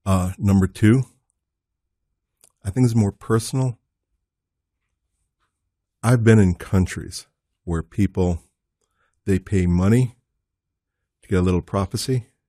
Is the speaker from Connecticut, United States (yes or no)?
no; New Jersey, United States; I mean, I can do it, even though I'm from New Jersey. I can do it.